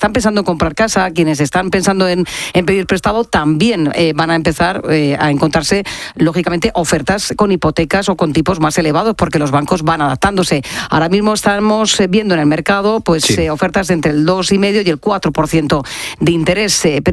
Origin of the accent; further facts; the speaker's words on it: Region of Murcia, Spain; moved away; desde mi tierra querida, desde Murcia, en Jumilla